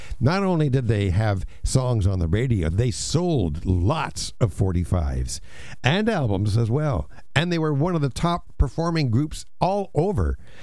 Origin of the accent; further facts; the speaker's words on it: Montreal, Quebec, Canada; When I was growing up in Montreal in the 1960s, I was born in 52, so I was starting to be a teenager in the mid-60s, early 60s.